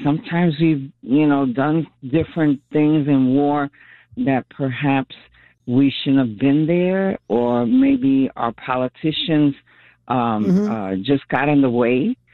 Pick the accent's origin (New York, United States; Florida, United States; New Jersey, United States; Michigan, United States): New York, United States; Bronx; I'm a Bronx girl, first mm-hmm. of all.